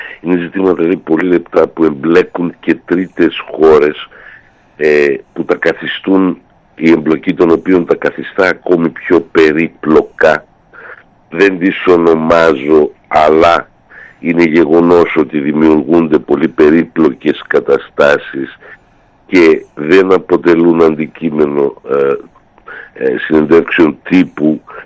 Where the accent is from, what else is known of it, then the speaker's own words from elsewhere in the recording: Greece; σαν Έλληνας